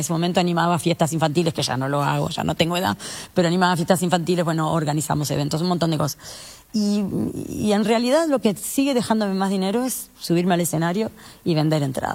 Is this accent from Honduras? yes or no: no; Punta del Este, Maldonado, Uruguay; born there; also born or lived in Montevideo; nací en Punta del Este. Y sí, y siempre, y me, digamos, estudié en Montevideo también